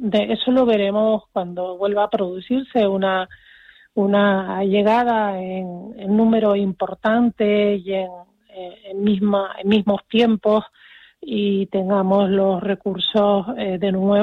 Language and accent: Spanish; Canary Islands, Spain